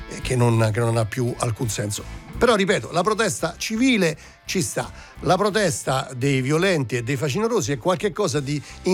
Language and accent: Italian; Turin, Piedmont, Italy; da torinese ti dico vieni a Torino